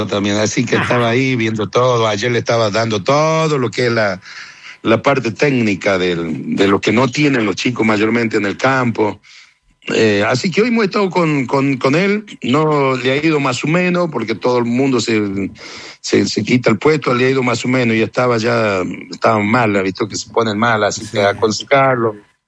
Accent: Chaco, Argentina; born there; acabo de venir porque vengo del Chaco. Vos sabés que yo armé una cancha de fútbol allá donde yo nací, donde era el cerco de mi mamá.

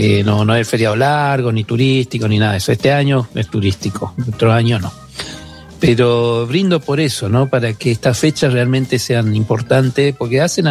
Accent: Itatí, Corrientes, Argentina; Y en los pueblos, pasó en mi pueblo, en Itatí, el domingo.

